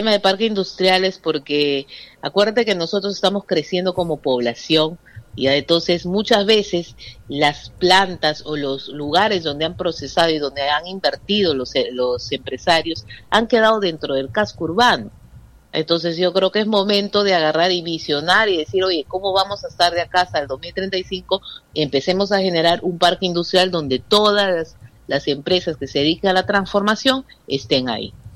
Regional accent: Peru

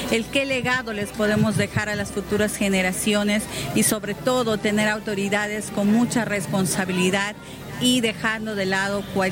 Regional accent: Peru; Somos un solo país, somos una sola nación y por lo tanto somos seres humanos, somos peruanos

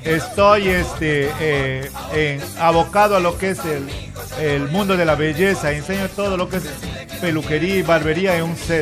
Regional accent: Lamas, San Martín, Peru; Yo soy Lamisto. Tú vivo en Lamas. Pero trabajo acá en Tarapoto

